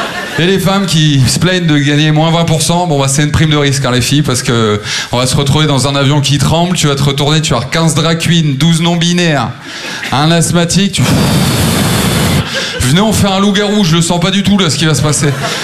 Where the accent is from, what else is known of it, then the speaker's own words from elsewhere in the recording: Maubeuge, Hauts-de-France, France; born there; also born or lived in Hautmont; J'ai grandi à Maubeuge, c'est la 7e ville la plus pauvre de France